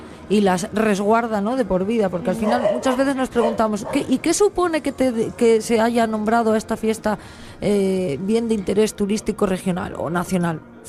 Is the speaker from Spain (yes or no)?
yes; Boal, Asturias, Spain; Cuando salimos a estudiar fuera nos pasábamos la vida diciendo, ¿tú dónde eres? Yo soy de Boal, ¿y eso dónde queda?